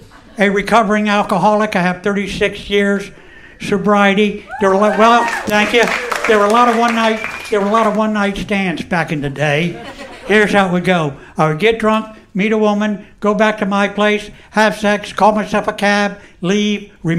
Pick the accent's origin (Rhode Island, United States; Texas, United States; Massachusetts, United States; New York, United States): Texas, United States; Houston; I'm from Houston, Texas